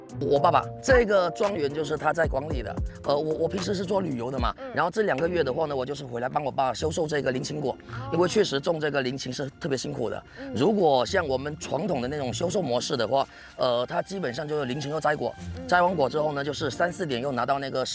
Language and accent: Chinese; Guangdong, China; 只有在我们本地人在有我们本地人的一个地方，有我们潮汕人的一个地方，基本上都会回到我们这边来买菱琴